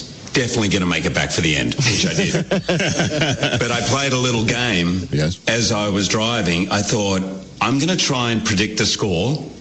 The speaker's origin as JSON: {"language": "English", "country": "Australia", "tie": "born or raised there", "said": "I mean, I grew up in Australia, so we would go to the cricket for 5 days in a row and sit there for 8 hours."}